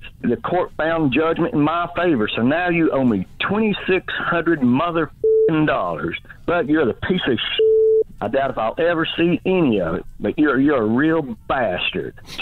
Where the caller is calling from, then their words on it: Canton, North Carolina, United States; I'm from Canton, North Carolina.